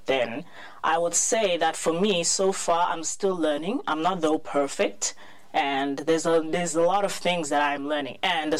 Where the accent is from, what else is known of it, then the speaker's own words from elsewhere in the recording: Soweto, Gauteng, South Africa; I'm originally from Soweto.